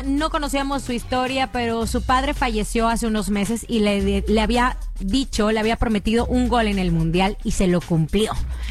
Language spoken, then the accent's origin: Spanish; Mexico; la mejor forma de festejar a México es siendo buenos mexicanos.